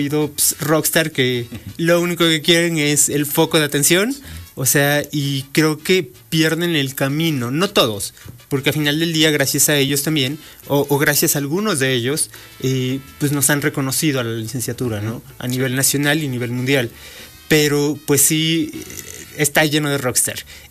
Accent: Puebla, Mexico; nosotros viajamos a otro estado como poblanos

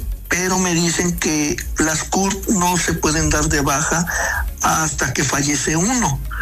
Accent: Teziutlán, Puebla, Mexico; porque yo soy de Teziutlán.

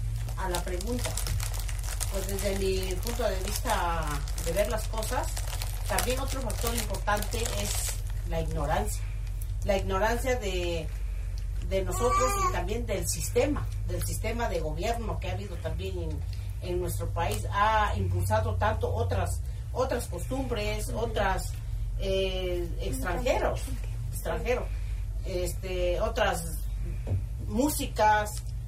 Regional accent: Mexico; rescatando lo que es de nosotros los mexicanos, porque nosotros somos mexicanos

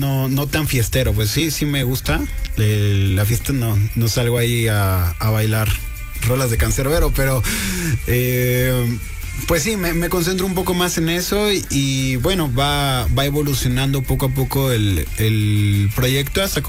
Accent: Coatzacoalcos, Veracruz, Mexico; now in Puebla, Mexico; Yo actualmente radico en Puebla, pero yo soy de Veracruz.

